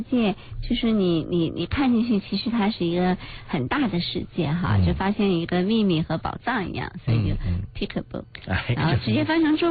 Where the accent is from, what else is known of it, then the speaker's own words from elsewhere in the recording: Beijing, China; moved away as an adult; also born or lived in United States; 因为其实我们两个也都是在国内长大，北京长大，在这边读大学，然后出去留学，跟很多的这个同学们一样，那可能在美国也居住了挺长一段时间。